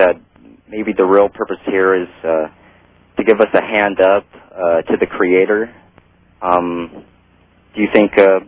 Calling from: Portland, United States; I'm calling from Portland.

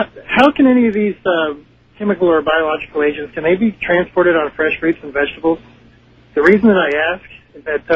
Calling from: Cleveland, Ohio, United States; Hi, this is … I'm calling from Ohio.

